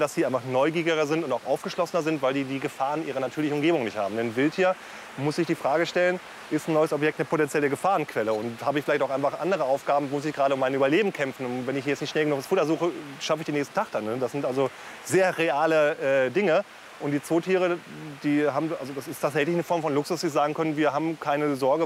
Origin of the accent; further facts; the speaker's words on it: Northern Germany, Germany; now in Karlsruhe, Germany; ich komme auch aus dem Norden, habe mich hier im Karlsruhe mit der Witze ein bisschen akklimatisieren müssen.